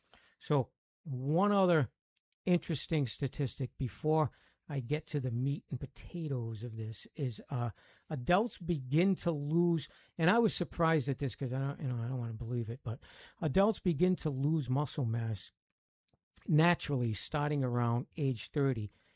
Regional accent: Rhode Island, United States; accent: Rhode Island; Most of the time people just make fun of me because of my Rhode Island accent.

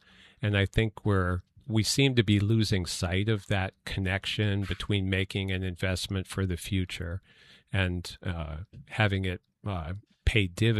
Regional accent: United States; also born or lived in Panama Canal Zone; we grew up outside of D.C.

